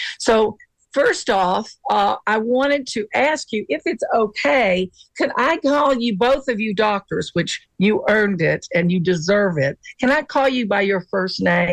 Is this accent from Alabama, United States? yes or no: yes; Mobile, Alabama, United States; So I'm from Mobile, Alabama. Or I was raised in Mobile, Alabama, and I experienced a lot of hurricanes too.